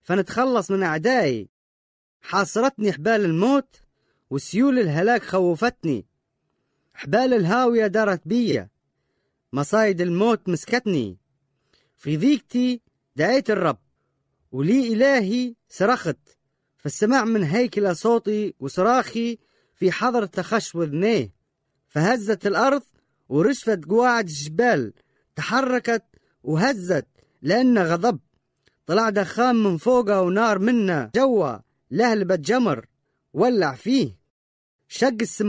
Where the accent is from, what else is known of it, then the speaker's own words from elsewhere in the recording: Libya; بلادي ليبيا